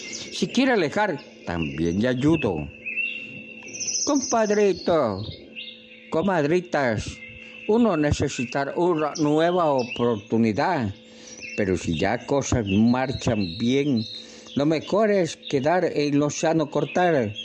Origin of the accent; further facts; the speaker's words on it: Ecuador; Yo soy orientano nativo, ecuatoriano. Soy ecuatoriano, compadrito, no confunda. No soy colombiano, no soy boliviano, no soy peruano. Soy ecuatoriano, compadrito.